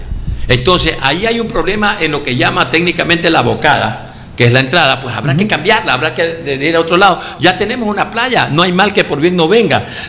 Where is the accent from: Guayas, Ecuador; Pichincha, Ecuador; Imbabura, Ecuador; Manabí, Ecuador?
Manabí, Ecuador; Manta; Yo nací en Manta, en el barrio Cristo Rey, pues. Uh-huh. En la parroquia Tarque, ahí me crié.